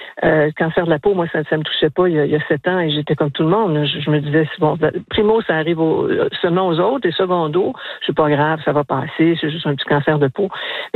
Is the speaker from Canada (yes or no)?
yes; Magdalen Islands, Quebec, Canada; Je suis de la Madeleine, puis tout le monde m'accroche et me parle de ça.